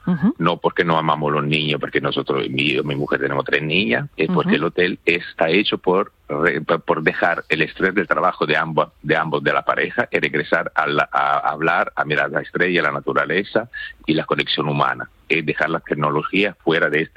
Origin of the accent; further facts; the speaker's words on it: Italy; Spanish is a second language; moved away; Perdóname que soy italiano, alguna palabra me la pierdo.